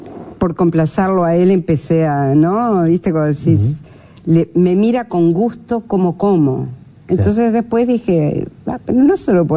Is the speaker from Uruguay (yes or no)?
yes; Piriápolis, Maldonado, Uruguay; moved away; hice ballet en mi pueblo natal o de infancia.